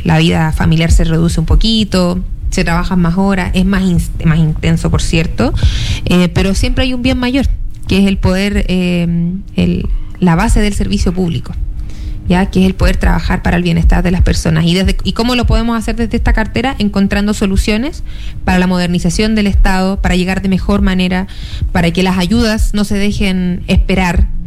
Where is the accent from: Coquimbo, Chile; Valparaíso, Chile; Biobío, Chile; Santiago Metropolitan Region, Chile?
Coquimbo, Chile; La Serena; Soy de La Serena, amo mi región, creo que la he recorrido prácticamente completa.